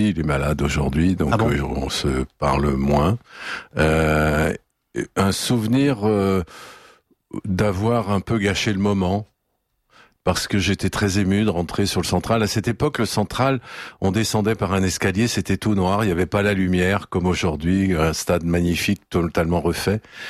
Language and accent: French; France